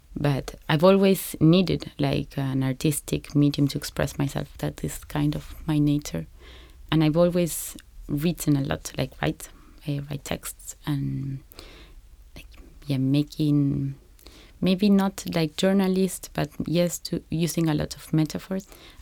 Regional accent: Lomas de Zamora, Buenos Aires Province, Argentina; I'm outside from Buenos Aires. I'm in Lomas de Zamora, which is kind of close.

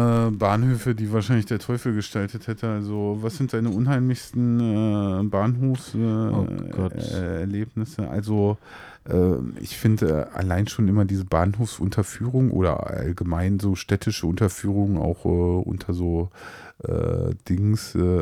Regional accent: Lower Saxony, Germany; ich komme ja aus der Nähe von Hannover.

